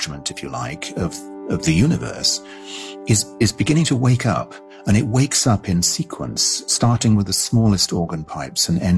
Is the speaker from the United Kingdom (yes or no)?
yes; Cambridge, East of England, United Kingdom; I was lucky in being a sort of 10-year-old in the mid-60s, when a lot happened in astronomy, and I also happened to be living in Cambridge in England